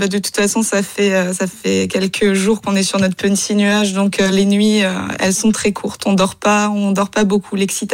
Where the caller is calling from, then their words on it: Wasselonne, Grand Est, France; en tant qu'Alsacienne